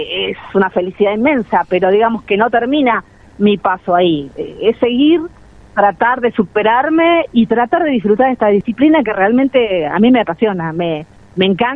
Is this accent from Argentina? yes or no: yes; Argentina; que cantamos eso esas ganas de expresar que somos argentinos y que todo el mundo nos elogia